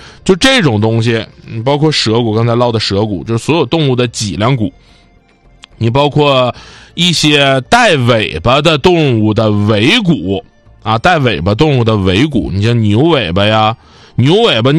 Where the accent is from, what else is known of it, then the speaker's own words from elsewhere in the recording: Northeast China, China; accent: Northeastern dialect; 就我们东北话讲扎吧约的那么一种感受，